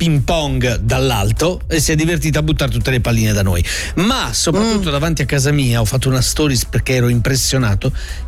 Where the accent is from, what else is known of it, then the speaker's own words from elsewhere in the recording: Ticino, Switzerland; Noi siamo del Mendrisiotto